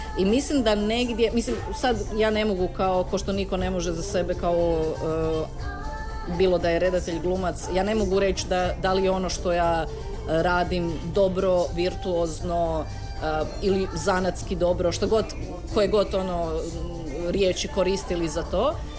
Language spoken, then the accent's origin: Croatian; Kutina, Sisak-Moslavina County, Croatia; ja sam iz Kutine, ja sam ono dijete iz zajedničke klase iz Kutine